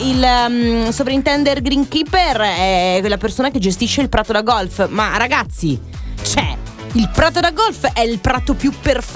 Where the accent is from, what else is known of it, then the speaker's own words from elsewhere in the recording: England, United Kingdom; Italian is a second language; Grazie, come va? Sì, sì, sono inglese.